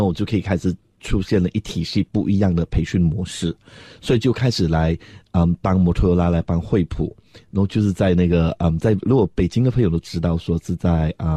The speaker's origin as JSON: {"language": "Chinese", "country": "Malaysia", "moved": "yes", "said": "那我们是马来西亚人，马来西亚人刚好也会英文，也会中文，有像我们基本上都会大概6种语言"}